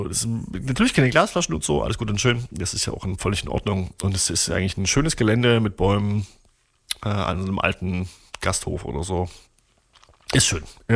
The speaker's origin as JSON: {"language": "German", "town": "Torgau", "region": "Saxony", "country": "Germany", "tie": "born or raised there", "said": "ich komme aus Torgau, das ist meine Heimatstadt."}